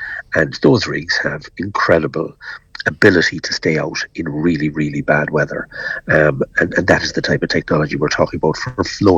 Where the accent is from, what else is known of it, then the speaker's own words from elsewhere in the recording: Ireland; you know, we know this as Irish people.